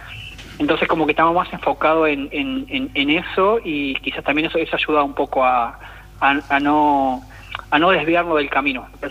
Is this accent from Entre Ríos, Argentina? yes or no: yes; San Salvador, Entre Ríos, Argentina; yo nací en una ciudad que se llama San Salvador, Entre Ríos